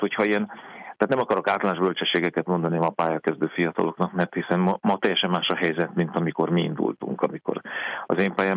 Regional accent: Hungary

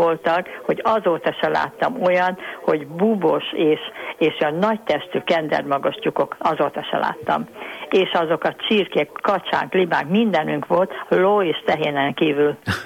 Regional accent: Budapest, Hungary; born or raised there; now in Zalaegerszeg, Hungary

